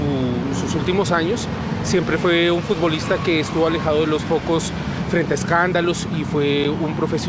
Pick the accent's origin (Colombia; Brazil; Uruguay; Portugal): Colombia; Y si bien esos destellos nos emocionaron mucho como colombianos